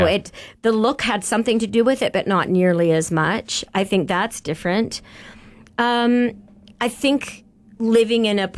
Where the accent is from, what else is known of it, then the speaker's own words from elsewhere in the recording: Manitoba, Canada; Manitoban.